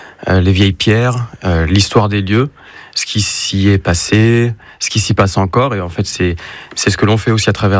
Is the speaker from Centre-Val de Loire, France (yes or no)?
yes; Bourges, Centre-Val de Loire, France; le Berry, c'est ma région natale. Je suis né à Bourges. J'y suis très attaché